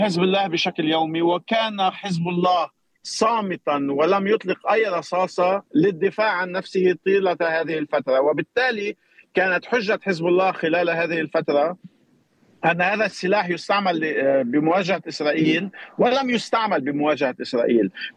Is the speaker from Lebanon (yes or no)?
yes; Lebanon; لا أستطيع كلبناني